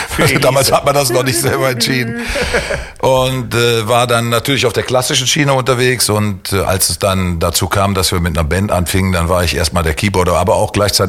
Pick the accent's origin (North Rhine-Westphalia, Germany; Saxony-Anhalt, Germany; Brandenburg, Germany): North Rhine-Westphalia, Germany; Meerbusch; Ich bin genau genommen Osterrater. Ich sag mal, gut, Meerbuscher akzeptiere ich, wenn man das sagt, aber ich bin Osterrater.